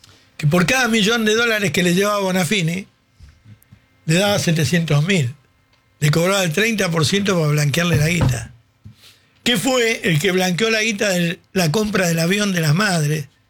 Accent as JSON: {"language": "Spanish", "country": "Argentina", "said": "yo soy un argentino más que no tengo."}